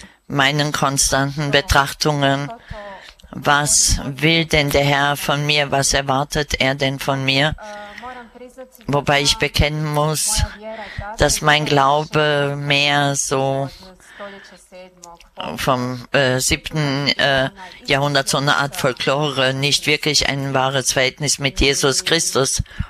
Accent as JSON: {"language": "German", "town": "Kotor Varoš", "region": "Republika Srpska", "country": "Bosnia & Herzegovina", "tie": "born there", "second_language": "German", "said": "Ich bin in Kotor Varosh in Bosnien geboren. Ich bin geboren in einer traditionellen katholischen Familie."}